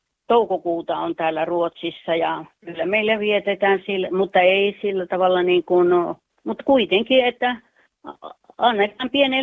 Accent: Juuka, North Karelia, Finland; Sieltä Pohjois-Karjalasta Juuasta.

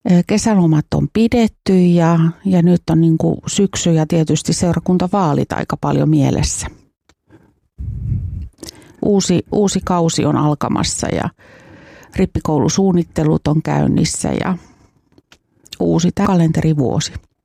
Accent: Pornainen, Uusimaa, Finland; koska mä olen kuitenkin kesälaukkoskilainen.

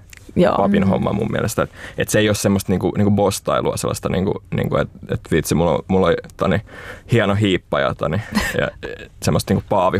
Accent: Espoo, Uusimaa, Finland; Mä oon Espoosta kotoisin ja kasvanut semmoisessa perheessä, jossa oli isä, äiti ja mulla on 4 pikkuveljeä.

